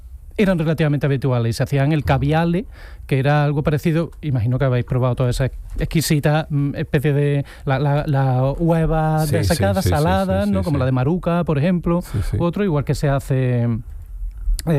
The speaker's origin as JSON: {"language": "Spanish", "town": "Córdoba", "region": "Andalusia", "country": "Spain", "said": "En mi tierra, en Córdoba"}